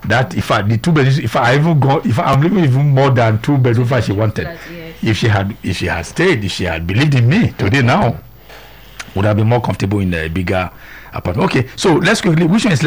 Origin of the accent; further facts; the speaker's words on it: Nigeria; if we go abroad as Nigerian, as black, we are called immigrants.